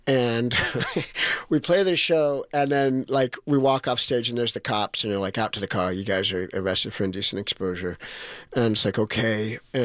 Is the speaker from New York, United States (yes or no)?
no; Hollywood, California, United States; But we grew up in Hollywood. We ran around on the streets in Hollywood.